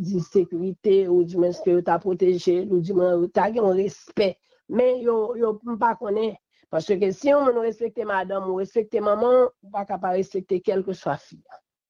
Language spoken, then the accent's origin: French; Haiti; Et m'pas quoi que c'est seul président Aristide, en tant que Haïtien seulement, que nous gagnons.